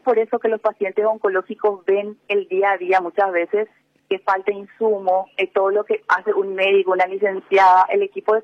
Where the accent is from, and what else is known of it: Paraguay